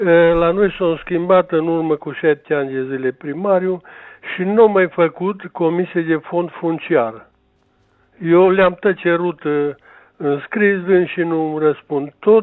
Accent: Doleni, Romania; Sunt română de la Doleni

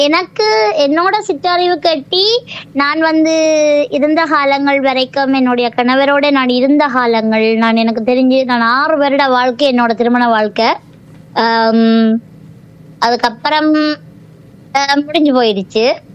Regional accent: Chidambaram, Tamil Nadu, India; moved away as an adult; now in London, United Kingdom; இந்தியாவை சேர்ந்தவர், பூர்வீகம் இந்தியா. சோ அதனால தமிழகத்துல என்னுடைய நான் தமிழகம் சிதம்பரத்துல பிறந்து வளர்ந்தவர்.

